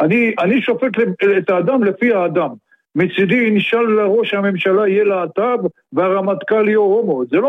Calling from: Petah Tikva, Central District, Israel; אני מפתח תקווה.

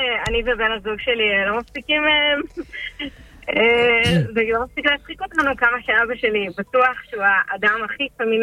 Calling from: Southern District, Israel; אנחנו קיבוצים מהנגב

